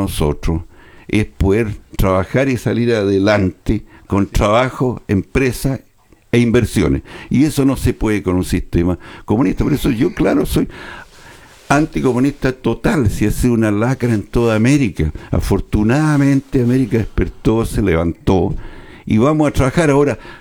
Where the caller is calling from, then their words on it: Chile; somos todos chilenos.